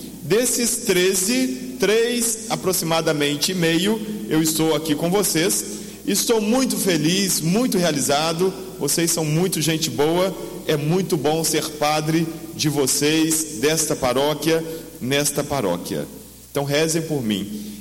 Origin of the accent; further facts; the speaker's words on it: Brazil; nós somos brasileiros, né?